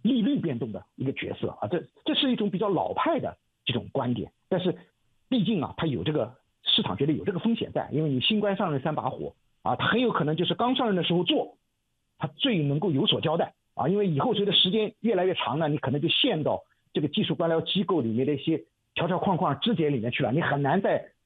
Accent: China; 我们中国人

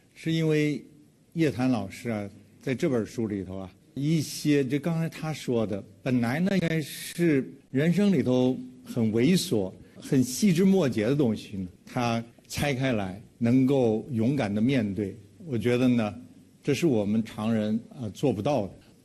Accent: China; also born or lived in Beijing; now in Shanghai, China; 我们中国人

